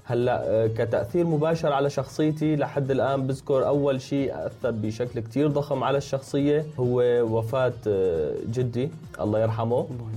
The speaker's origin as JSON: {"language": "Arabic", "country": "Syria", "moved": "yes", "lives_now": "Turkey", "said": "هلأ أنا ببداية رحلتي من سوريا لتركيا بصراحة ما كنت إنسان بعتبر نفسي مثقف"}